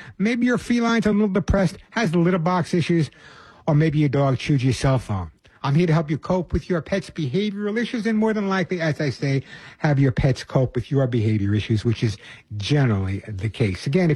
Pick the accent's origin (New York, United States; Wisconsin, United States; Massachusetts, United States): New York, United States; Long Island; I'm from Long Island. There's no such thing as a dry heat.